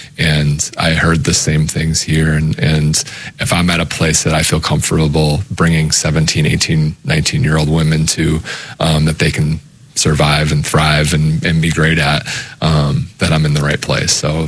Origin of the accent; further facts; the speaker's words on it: Wisconsin, United States; I grew up in Wisconsin. I lived in Wisconsin my whole life.